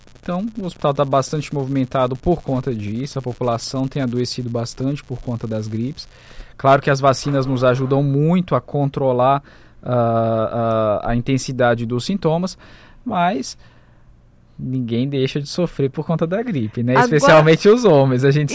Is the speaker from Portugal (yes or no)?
no; Italy; now in Roraima, Brazil; Eu sou italiano.